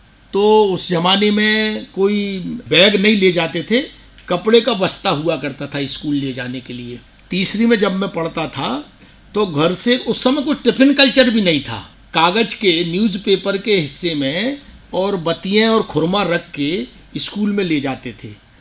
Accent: Kareli, Madhya Pradesh, India; मैं करेली का रहने वाला हूँ, नरसिंहपुर जिले में आता है, वहाँ से 120 किलोमीटर दूर सागर था

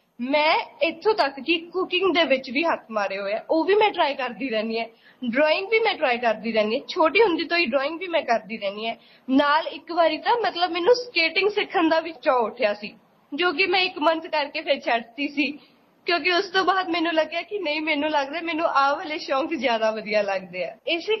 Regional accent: Bathinda, Punjab, India; ਮੈਂ ਬਠਿੰਡਾ ਦੀ ਜੰਮਪਲ ਹਾਂ।

